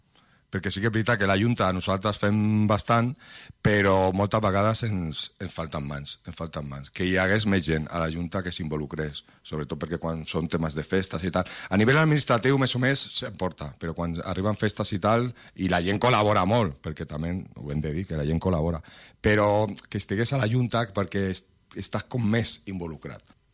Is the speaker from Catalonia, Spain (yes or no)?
yes; Barcelona, Catalonia, Spain; Nosaltres no som de Sant Andreu, som del Palau.